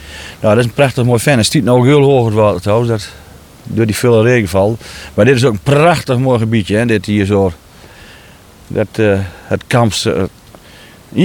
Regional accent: Drenthe, Netherlands; Maar dit is toch een overeenkomst. Ik ben ook nooit uit Drenthe weggegaan.

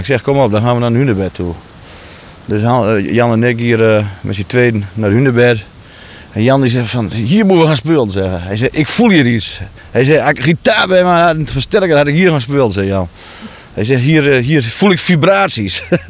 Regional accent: Drenthe, Netherlands; Ik ben ook nooit uit Drenthe weggegaan.

